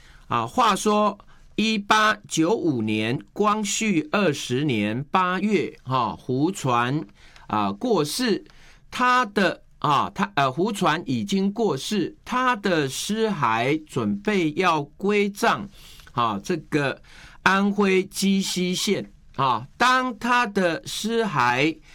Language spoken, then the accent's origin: Chinese; Taiwan